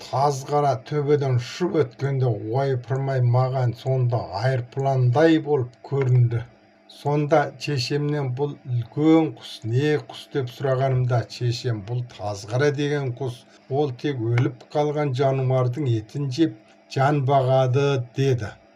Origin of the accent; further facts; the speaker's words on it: Xinjiang, China; Біздің үй Құрсай деп аталатын жер аты.